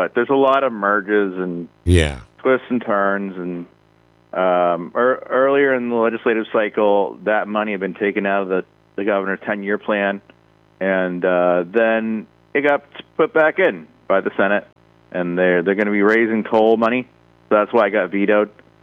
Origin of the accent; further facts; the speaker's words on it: Merrimack, New Hampshire, United States; I never thought I'd say that growing up in Merrimack, but yeah